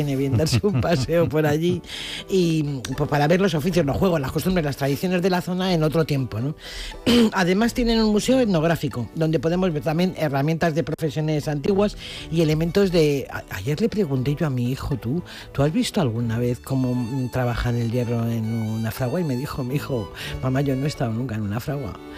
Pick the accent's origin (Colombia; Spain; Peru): Spain; Yo soy española